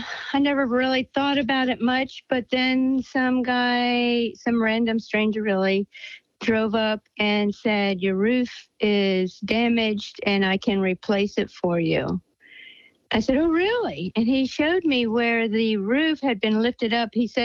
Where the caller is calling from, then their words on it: Virginia, United States; I'm calling from Warren County, Virginia.